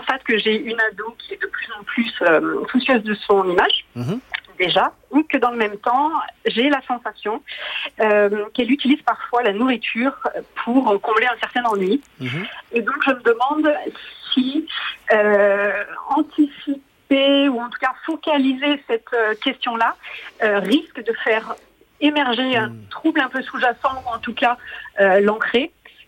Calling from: Occitanie, France

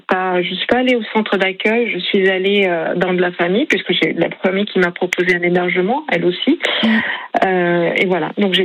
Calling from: Saint-Médard-en-Jalles, Nouvelle-Aquitaine, France; je vous appelle donc de Saint-Médard-en-Jalles où j'ai réintégré mon domicile.

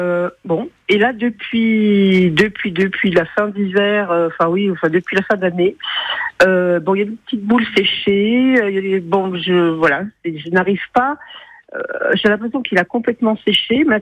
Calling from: Nancy, Grand Est, France; J'habite à Nancy, sur les hauteurs de Nancy.

